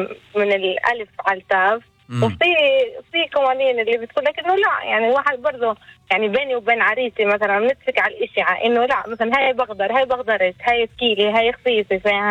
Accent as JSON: {"language": "Arabic", "town": "Umm al-Fahm", "region": "Haifa District", "country": "Israel", "said": "من ام الفحم."}